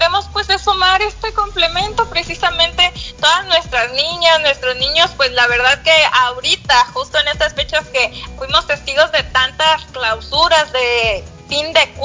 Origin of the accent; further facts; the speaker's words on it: Mexico; a todos como mexicanos